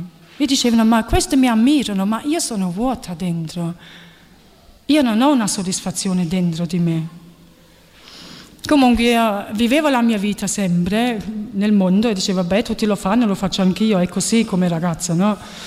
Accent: Germany; io sono nata e cresciuta in Germania, però i miei genitori sono di Torre Annunziata, cioè di Napoli.

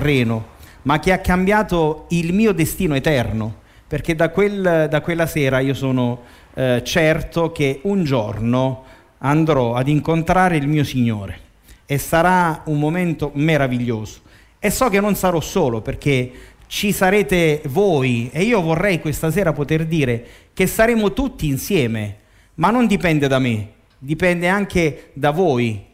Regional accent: Monte San Giacomo, Campania, Italy; sono di Monte San Giacomo

